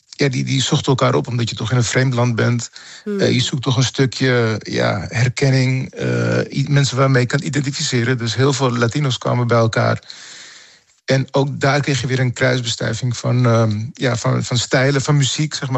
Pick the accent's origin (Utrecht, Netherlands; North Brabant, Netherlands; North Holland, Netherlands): North Holland, Netherlands; Amsterdam; born there; Dus ik ben wel hier geboren in Amsterdam.